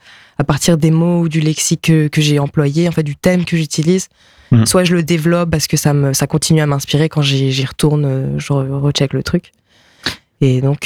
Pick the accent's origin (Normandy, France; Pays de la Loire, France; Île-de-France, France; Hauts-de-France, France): Pays de la Loire, France; first language Japanese; also born or lived in Belgium; il me semble que j'ai commencé à parler japonais d'abord. C'était vraiment ma langue maternelle, mais en fait, mes parents étaient en Belgique, ils ont bougé à Nantes, à côté de Nantes quand j'avais 4 ans. Donc oui, j'ai vraiment grandi.